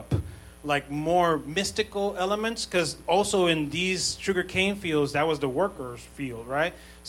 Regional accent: Ponce, Puerto Rico; in my hometown, I'm from Ponce, the south of the island, and there's a distillery in there. And I remember growing up and seeing these sugar canes.

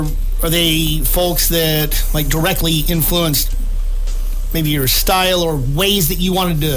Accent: Oroville, California, United States; moved away as an adult; now in Sacramento, United States; I grew up in Oroville, Chico area.

